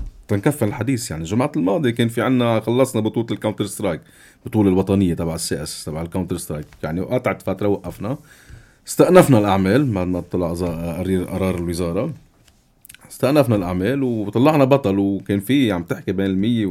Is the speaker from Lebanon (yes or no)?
yes; Lebanon; انا بلدي، انا بلدي لبنان انا كتير بحبه.